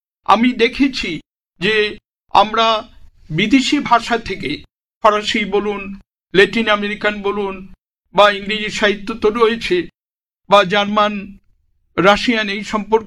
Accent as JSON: {"language": "Bangla", "region": "Assam", "country": "India", "tie": "born or raised there", "moved": "as an adult", "lives_now": "Kolkata, India", "said": "অসমে জন্ম, অসমে পড়াশোনা, সমস্ত কিছু অসমে হওয়া সত্ত্বেও"}